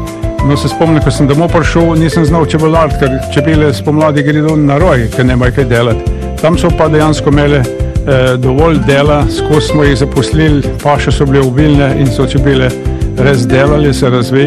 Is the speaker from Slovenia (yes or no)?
yes; Šentjernej, Southeast Slovenia, Slovenia; iz Jelper Šentjerneju.